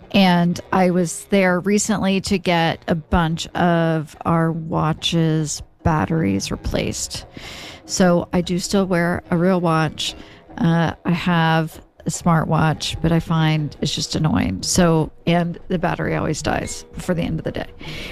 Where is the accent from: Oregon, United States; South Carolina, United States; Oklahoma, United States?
Oklahoma, United States; now in New Jersey, United States; growing up in Oklahoma, I ate BLTs, I love BLTs, but I did not really know what a real BLT was until I moved to Jersey